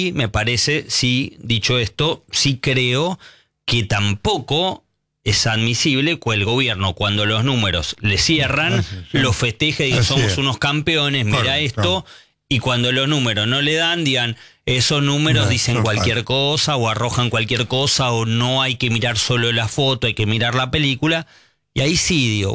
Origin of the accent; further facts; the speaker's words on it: Chile; now in Argentina; Y vos pensás, Nelson, yo vengo de Chile. Vos comprás un producto en China, y te llega en 48 horas. Acá en Argentina son 10, 15 días.